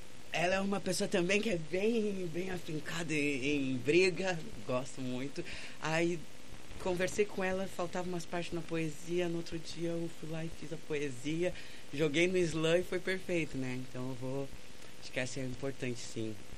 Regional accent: Brazil; Eu também sou da Santa Terezinha, né? Aí a gente se cria em lugares que a Santa Terezinha, eu digo, não é uma periferia

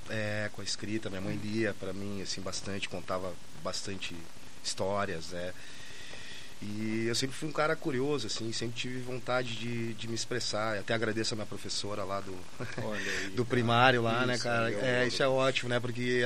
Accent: Pelotas, Rio Grande do Sul, Brazil; Do lugar de onde eu venho, assim, e eu sou cria da Perré ali, né?

